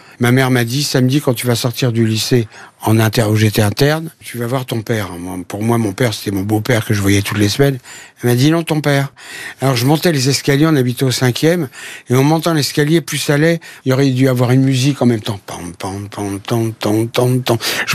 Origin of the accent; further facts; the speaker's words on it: Paris, Île-de-France, France; born there; Alors moi, de toute façon, je suis né à Paris, j'entendais parler créole peut-être quand j'étais tout petit par ma mère et par des amis qui venaient, mais autrement, j'ai appris directement la langue française.